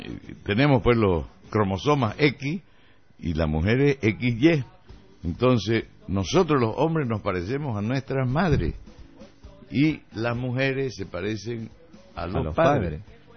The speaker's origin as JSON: {"language": "Spanish", "town": "Sucre", "region": "Chuquisaca", "country": "Bolivia", "tie": "born there", "also_born_or_lived": "San Javier, Santa Cruz, Bolivia", "moved": "yes", "lives_now": "Santa Cruz de la Sierra, Bolivia", "said": "En San Javier, soy chiquitano, cruceño de nacimiento y de sentimiento, pero me crié en Sucre y me malcrié en Santa Cruz"}